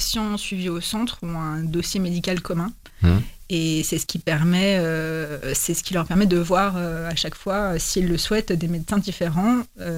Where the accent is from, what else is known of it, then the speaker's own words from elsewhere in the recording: Crépy-en-Valois, Hauts-de-France, France; moved away as an adult; also born or lived in Paris; Et lorsque j'ai eu un enfant, j'ai eu envie de revenir vivre dans ma ville natale, en fait, Crépien-Valois.